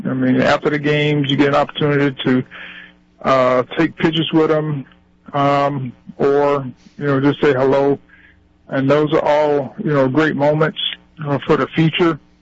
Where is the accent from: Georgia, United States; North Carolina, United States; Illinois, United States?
Georgia, United States; Thomasville; moved away; I'm from Thomasville, Georgia